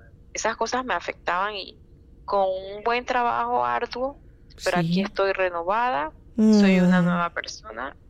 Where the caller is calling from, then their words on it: Panama City, Panamá, Panama; Yo soy de Panamá Viejo.